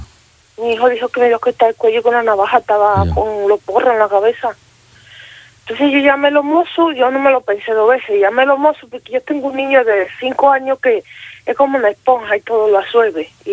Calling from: Igualada, Catalonia, Spain; porque yo soy Igualada, vivo en Igualada yo.

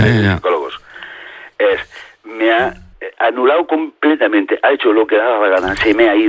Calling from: Manresa, Catalonia, Spain; Yo vivo en Manresa con mi hija.

